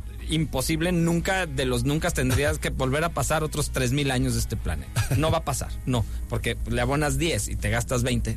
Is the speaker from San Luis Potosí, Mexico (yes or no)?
no; Guadalajara, Jalisco, Mexico; now in Culiacán, Mexico